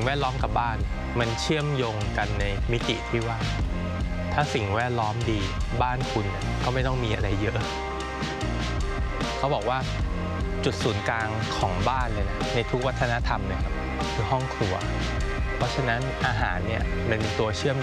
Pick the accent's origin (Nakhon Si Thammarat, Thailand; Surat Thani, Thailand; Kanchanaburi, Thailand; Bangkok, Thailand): Bangkok, Thailand; moved away as an adult; now in Chiang Mai, Thailand; เป็นคนที่เกิดและเติบโตที่กรุงเทพหนีน้ำท่วมปี54มาอยู่ที่นี่3สัปดาห์แล้วก็กลับไป